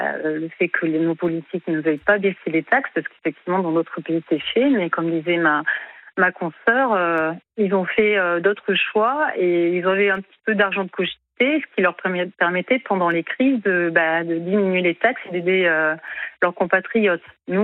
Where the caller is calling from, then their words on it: Nouvelle-Aquitaine, France; Je suis en Nouvelle-Aquitaine, je suis au nord de Bordeaux, à 40 km à peu près. Je travaille à Saint-Savin, je suis à un quart d'heure, déjà 15 km de mon domicile.